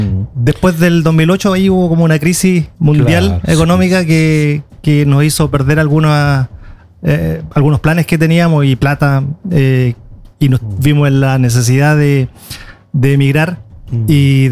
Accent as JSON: {"language": "Spanish", "town": "Concepción", "region": "Biobío", "country": "Chile", "also_born_or_lived": "Iceland", "moved": "as an adult", "lives_now": "Oslo, Norway", "said": "soy de Chile, vengo de una ciudad que se llama Concepción y hace 25 años nos fuimos a vivir a Islandia."}